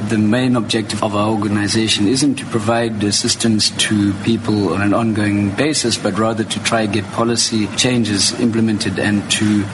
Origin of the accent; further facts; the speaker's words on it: Harare, Zimbabwe; moved away as an adult; now in South Africa; I was born in Paranyatwa Hospital in Zimbabwe. I was born in 1984. My parents were South African. They moved there after 1980